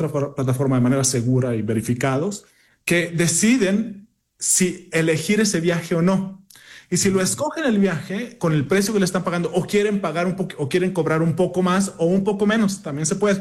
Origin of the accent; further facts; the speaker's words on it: northern Mexico, Mexico; a lo mejor el acento se nota. Yo soy del norte de México.